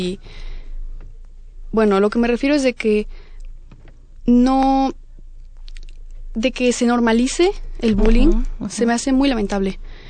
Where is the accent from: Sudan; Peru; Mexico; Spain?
Mexico; Toluca, State of Mexico; nosotros somos de Toluca, esta compañía es toluquense